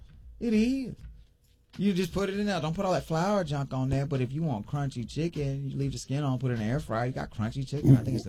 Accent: United States; we're American.

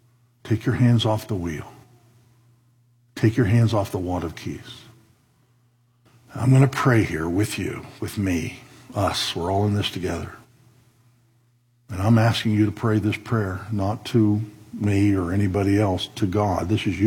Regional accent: United States; After all, we're American.

